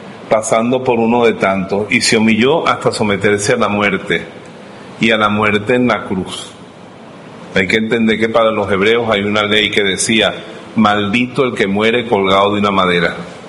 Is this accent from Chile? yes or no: no; Venezuela; Nosotros los venezolanos somos los paisanos de Augusto Conde